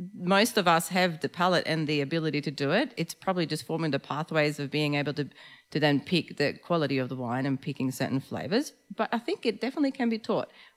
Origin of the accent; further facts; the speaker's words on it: Sweden; moved away as an adult; now in Australia; as you probably can tell, I have a bit of an accent. I wasn't born here and I come from a country pretty far away. I come from Sweden, and in Sweden there's no wine industry. We don't grow grapes. It's cold there, so grapes can't really grow. I came to Australia in 2005